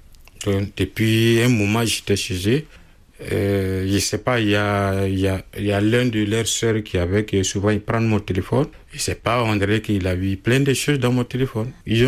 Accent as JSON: {"language": "French", "country": "Mali", "said": "Comme je suis malien, j'ai croisé des Maliens qui travaillent déjà"}